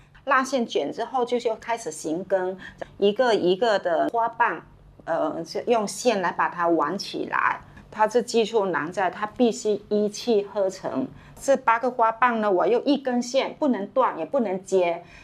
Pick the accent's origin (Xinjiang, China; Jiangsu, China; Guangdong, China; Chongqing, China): Guangdong, China; Chaozhou; 也成为了我们潮州这边千家万户的女性一项非常重要的家庭副业。